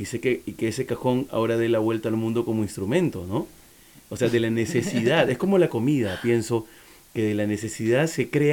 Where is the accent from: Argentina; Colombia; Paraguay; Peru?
Peru; pasa eso en mi país con los defensores, digo entre comillas, de lo autóctono, ¿no? Porque todo se nutre de todo. O sea, si hablamos, por ejemplo, de música criolla peruana o vals peruano